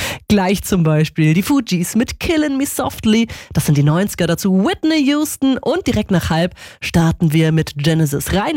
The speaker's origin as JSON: {"language": "German", "town": "Röthenbach an der Pegnitz", "region": "Bavaria", "country": "Germany", "tie": "born or raised there", "said": "mit dem ersten Bürgermeister von Röthenbach an der Pegnitz, meiner alten Heimat. Da geht mir direkt das Herz auf"}